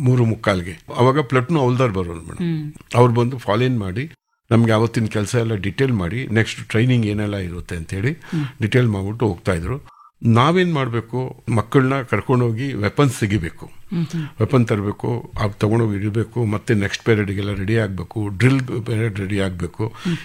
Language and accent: Kannada; Bengaluru, Karnataka, India; Sir ನಾನು Bengaluru Karnataka sir.